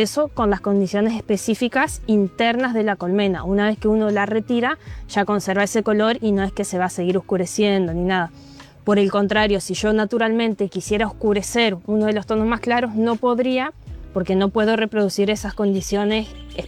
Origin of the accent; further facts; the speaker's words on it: Costa Grande, Entre Ríos, Argentina; Yo crecí en una zona rural que se llama Costa Grande, que está más o menos a unos 80, 90 kilómetros de acá de Paraná. Hice mi jardín, primaria, secundaria, todo en escuela rural.